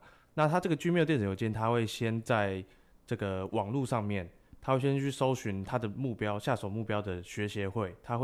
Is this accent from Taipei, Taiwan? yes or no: no; Taitung County, Taiwan; 我是台东人。